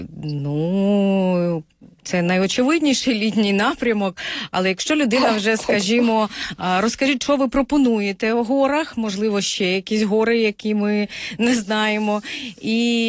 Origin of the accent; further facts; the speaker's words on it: Vinnytsia Oblast, Ukraine; я теж родом з Вінниччини